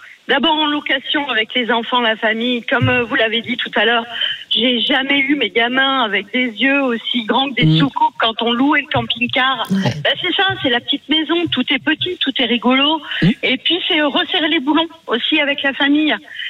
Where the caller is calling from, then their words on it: Châteauneuf-du-Rhône, Auvergne-Rhône-Alpes, France; j'habite à Châteauneuf-du-Rhône, c'est à côté.